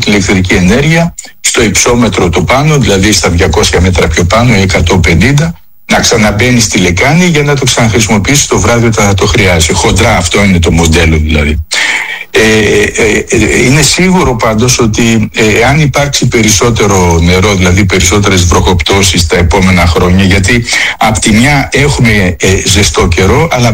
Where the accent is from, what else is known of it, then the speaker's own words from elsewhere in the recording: Athens, Attica, Greece; Εγώ πιτσιρικά θυμάμαι που μεγάλωσα στην Αθήνα